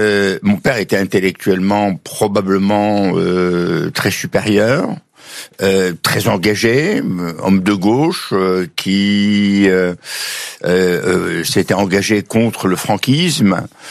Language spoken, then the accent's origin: French; Oujda, Oriental, Morocco; born there; Je suis né à Oujda par accident parce que le roi du Maroc accueillait les Juifs.